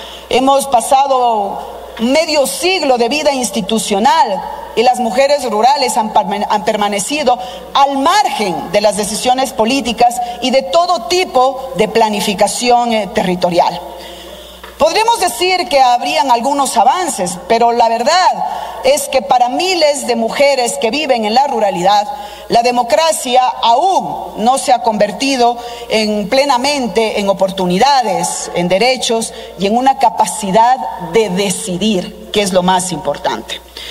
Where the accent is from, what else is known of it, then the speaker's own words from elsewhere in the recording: Loja, Ecuador; Yo soy de Loja y como lojana conozco muy bien las dinámicas entre el centro y la periferia.